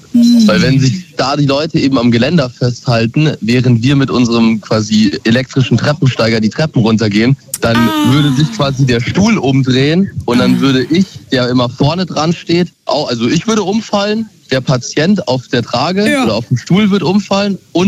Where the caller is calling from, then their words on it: Freising, Bavaria, Germany; Ich komme aus Freising.